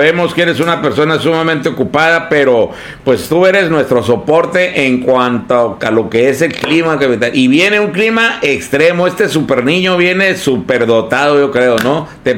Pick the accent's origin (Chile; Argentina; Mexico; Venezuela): Mexico; Mexicali, Baja California; sabemos que somos de Mexicali